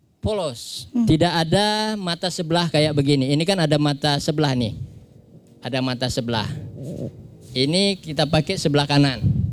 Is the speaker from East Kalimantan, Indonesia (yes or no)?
no; North Kalimantan, Indonesia; Kalau kita orang Tidung, penyucian besi ini pada waktu bulan Safar.